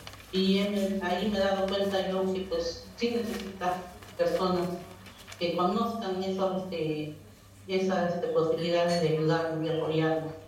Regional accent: Paso del Águila, Mexico; yo soy de aquí de Pato del Águila

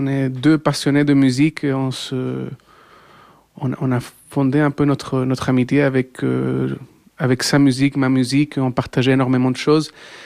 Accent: Chile; now in Brussels, Belgium; je suis latino-américain, je viens du Chili.

